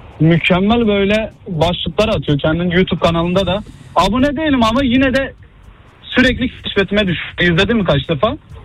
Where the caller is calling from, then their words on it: Istanbul, Turkey; Galatasaraylıyım abi. İstanbul Esenyurt'tan arıyorum abi.